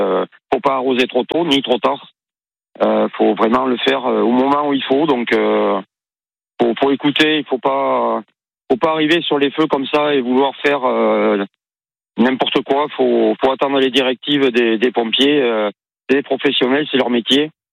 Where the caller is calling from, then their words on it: Parentis-en-Born, Nouvelle-Aquitaine, France; Moi, je suis sur Parentis, oui.